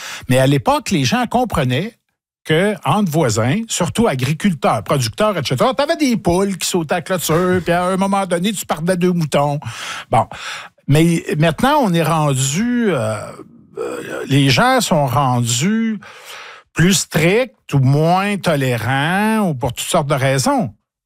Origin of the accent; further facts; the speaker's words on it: Nicolet, Quebec, Canada; moi, je viens de Nicolette.